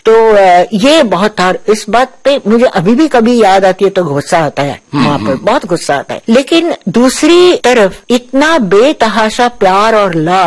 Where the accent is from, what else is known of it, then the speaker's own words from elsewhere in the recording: Pune, Maharashtra, India; also born or lived in Lucknow; हाँ पुणे आ गई और नाना के पास, मतलब अपने पिता के पास, मेरे नाना अप्पा नाम कहते थे, और तब से मैं उनकी छत्र छाया में पली बड़ी